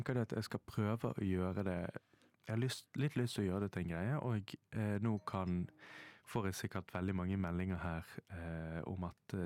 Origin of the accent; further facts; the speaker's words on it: Bergen, Vestland, Norway; moved away as an adult; now in Oslo, Norway; vi går inn i en litt ukjent tid for meg som bergenser, og det er høst i Oslo.